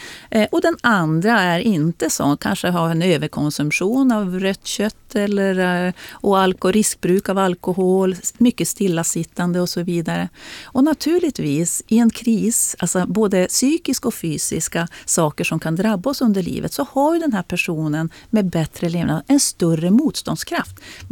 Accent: Norrbotten County, Sweden; Och som norrbottning så är det ju en ganska sorglig läsning

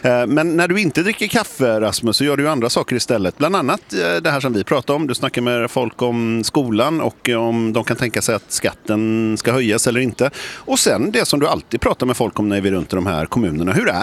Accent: Vallentuna, Stockholm County, Sweden; Nästa vecka, tror jag att det var, då ska vi till min hemkommun Vallentuna

